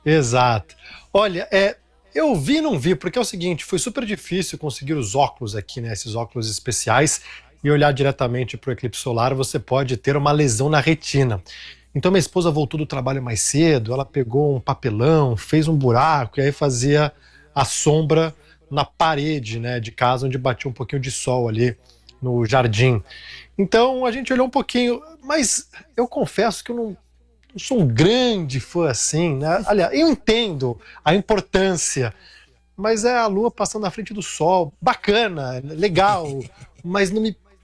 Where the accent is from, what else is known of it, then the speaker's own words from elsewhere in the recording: Brazil; now in England, United Kingdom; Primeiro, sou brasileiro, hein?